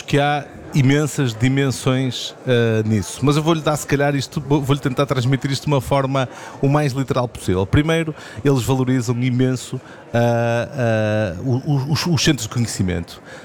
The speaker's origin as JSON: {"language": "Portuguese", "region": "Minho", "country": "Portugal", "said": "eu sendo minhoto"}